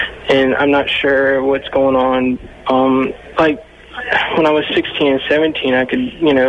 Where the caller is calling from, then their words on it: Los Angeles, California, United States; Los Angeles.